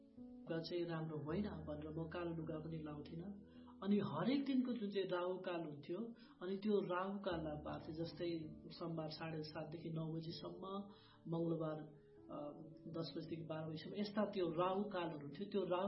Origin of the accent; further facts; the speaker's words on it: Mirik, West Bengal, India; born there; also born or lived in Fikkal, Ilam, Nepal; मेरो घर इन्डियाको दार्जिलिङको मिरिक भन्ने ठाउँमा, र मेरो जन्मस्थान चाहिँ इलामको फिक्कल भन्ने ठाउँमा, मेरो आमाको घरमा म जन्मेको हुँ।